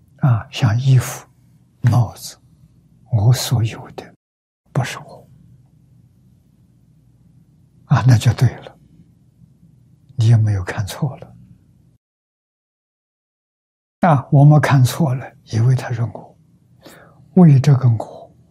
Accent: China; 这两种呢，我们中国人叫说一个字，成见。

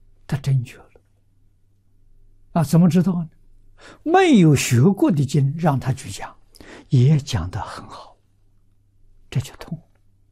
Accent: China; 我们中国人

